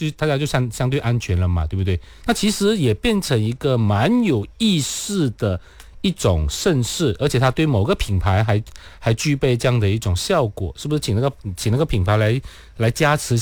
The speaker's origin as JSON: {"language": "Chinese", "country": "Malaysia", "said": "我们马来西亚人特别喜欢这种就是破世界纪录"}